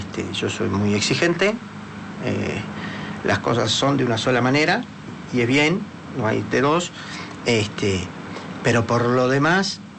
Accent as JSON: {"language": "Spanish", "country": "Uruguay"}